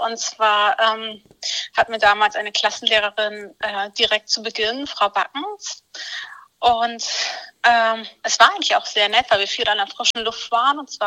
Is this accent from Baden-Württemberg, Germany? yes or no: no; Oldenburg, Lower Saxony, Germany; Was ich durchaus als Oldenburger sagen kann, dass es eigentlich mit zu Oldenburg gehört